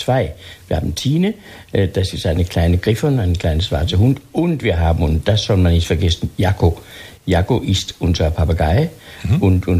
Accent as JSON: {"language": "German", "country": "Denmark", "tie": "born or raised there", "lives_now": "Karlsruhe, Germany", "said": "Ich bin in 41 geboren, in einem Krieg, wo Dänemark mein Heimatland von Deutschland besetzt war. Und jetzt bin ich sehr glücklich mit einer deutschen Frau verheiratet aus Nürnberg. Ich bin sehr glücklich und zufrieden in Karlsruhe."}